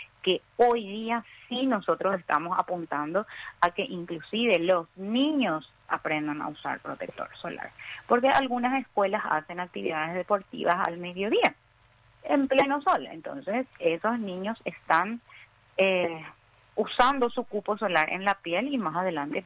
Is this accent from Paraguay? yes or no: yes; Paraguay; Nosotros somos paraguayos, tenemos calor siempre, así que el hecho de vivir en Paraguay y sudar luego ya es un gatillante, ¿verdad?